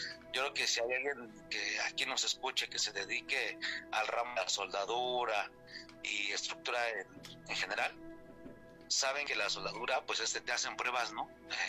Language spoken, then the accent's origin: Spanish; Mexico City, Mexico; moved away as an adult; now in Atizapán de Zaragoza, Mexico; yo soy originario de Azcapotzalco. Pero, sí, pues, ahorita es que mi esposa tuvo la fortuna de encontrarse a alguien como yo y ahora vivimos en Atizapán de Zaragoza.